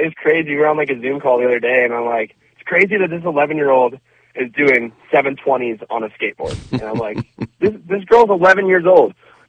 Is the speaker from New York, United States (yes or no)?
no; New Jersey, United States; now in California, United States; I mean, I'm actually from New Jersey, but I've made my career out here in California, so I'm repping California hard. I'm basically a Californian now.